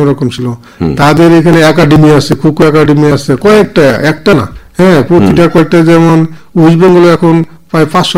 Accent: Ranibazar, Tripura, India; born there; আমার বাড়ি রানীবাজার

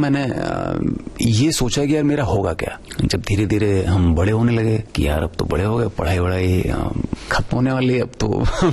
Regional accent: Delhi, India; میں دلی میں پیدا ہوا, پلا بڑا وہیں پہ.

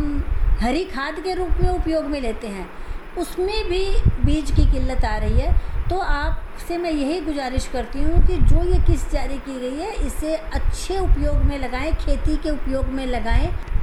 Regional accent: Jhalawar district, Rajasthan, India

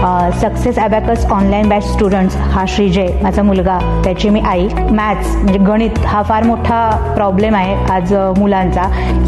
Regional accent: Pune, Maharashtra, India; हे साताऱ्याचे असल्यामुळे आणि आम्ही पुण्याचे, तर हे कसं साध्य होणार?

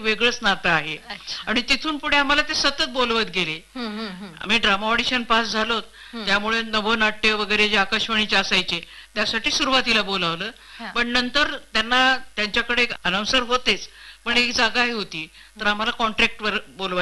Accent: Ambajogai, Maharashtra, India; माझं बालपण हे अंबाजोगाई या गावात गेलं आणि नंतर कॉलेजचं जीवन सुद्धा माझं तिथेच, ग्रॅज्युएशन पर्यंत मी अंबाजोगाई मध्येच होते.

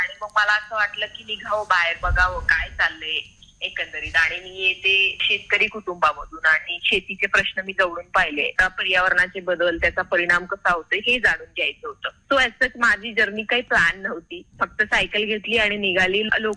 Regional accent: Yavatmal, Maharashtra, India; इथे माझा जिल्हा यवतमाळ येतो पण मी चंद्रपूरला तिकडे शिकायला गेले

